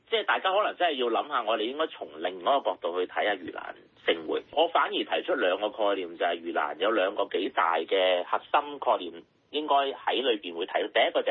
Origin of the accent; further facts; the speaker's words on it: Hong Kong; 因為其實我哋香港人咧好少機會接觸潮劇。